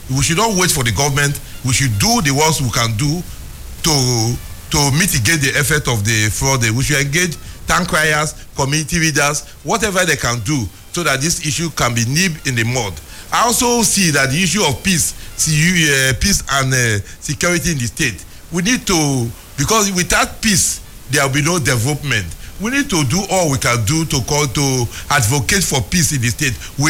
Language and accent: English; Rivers, Nigeria; I'm from Awada East